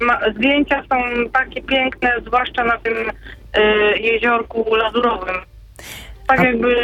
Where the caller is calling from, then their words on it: Kłodzko, Lower Silesian Voivodeship, Poland; my w ogóle jesteśmy z Kłodzka i nasz region jest bardzo turystyczny, bardzo dużo ciekawych miejsc